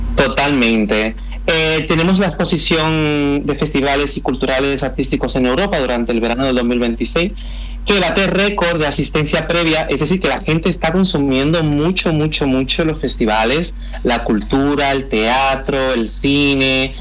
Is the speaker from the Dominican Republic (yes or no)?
yes; Dominican Republic; A mí, como dominicano